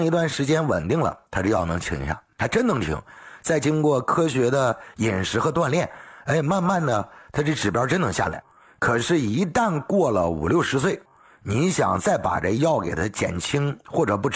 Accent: Northeast China, China; 用咱们老家的一句话来讲，开玩笑一样的吗？是不是？东北话来讲，这不有点扯吗？

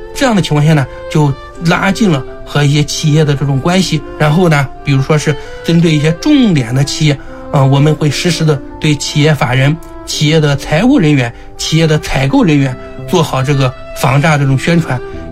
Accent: Xinjiang, China; 因为我是个兵三代啊，我从小在连队长大，所以我对这个咱们兵团的连队呢是非常了解的。

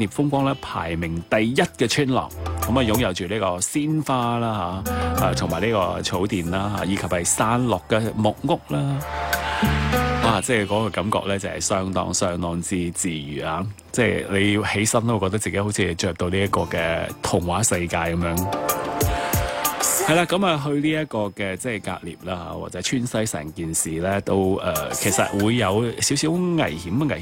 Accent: Guangdong, China; 对我哋广东人

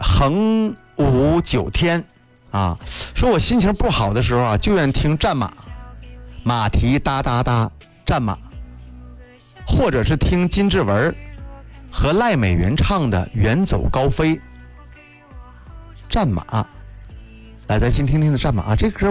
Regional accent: Northeast China, China; 作为一个东北人哈，真的对云南风格的歌不是那么太了解。

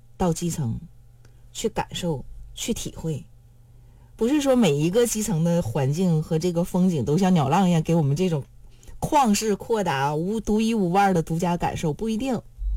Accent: Yingkou, Liaoning, China

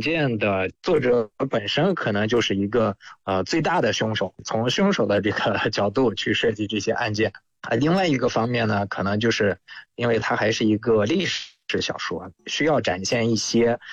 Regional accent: China

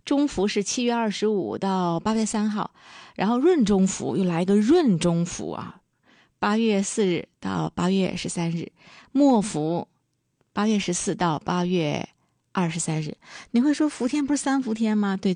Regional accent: Dalian, Liaoning, China; 作为土生土长大连人都知道

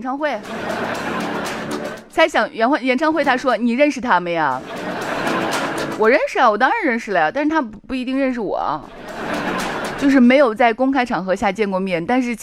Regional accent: Shaanxi, China; 就我觉得我们陕西人怎么可以过得这么舒适，

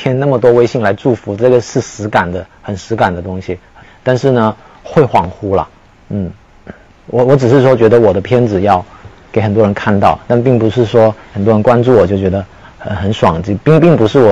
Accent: China; 我们中国人传统那个风骨

